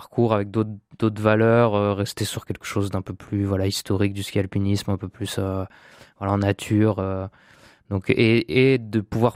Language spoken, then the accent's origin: French; Voiron, Auvergne-Rhône-Alpes, France; Bah moi, je suis de Voiron